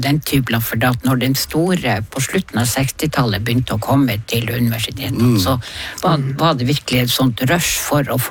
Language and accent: Norwegian; Northern Norway, Norway; accent: northern Norwegian dialect; moved away as an adult; vi som kommer fra nord, og som da snakker dialekt, og jeg har insistert på å ha min dialekt hele tiden